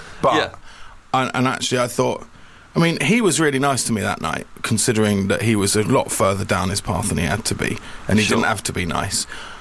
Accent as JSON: {"language": "English", "town": "Cambridge", "region": "East of England", "country": "United Kingdom", "tie": "born or raised there", "said": "we were in my hometown of Cambridge"}